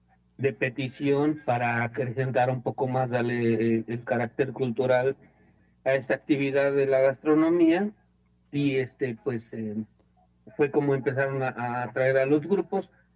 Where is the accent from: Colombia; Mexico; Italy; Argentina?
Mexico